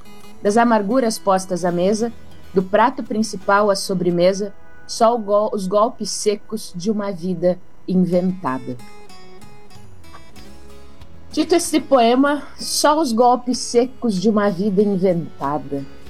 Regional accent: Rio Grande do Sul, Brazil; accent: gaúcho; a gente aqui com o nosso sotaque bem gaúcho

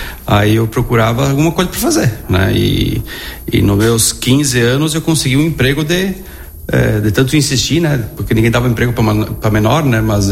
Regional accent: Vila Maria, Rio Grande do Sul, Brazil; Nasci em Vila Maria, né? Numa comunidade do interior de Vila Maria, linha 19 São João, perto da linha 18 Oroso lá, né? Filho de pequenos agricultores, né? Nasci em 77, hoje tenho 49 anos

